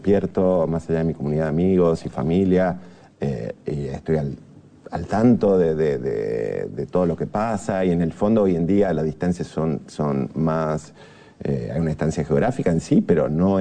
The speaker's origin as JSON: {"language": "Spanish", "country": "Uruguay", "also_born_or_lived": "Poland", "moved": "yes", "lives_now": "Madrid, Spain", "said": "viviendo en Madrid, con Uruguay, con cada cosa que toco aquí, yo es como me siento que un absoluto uruguayo, también me siento muy madrileño, ya vivo hace 27 años"}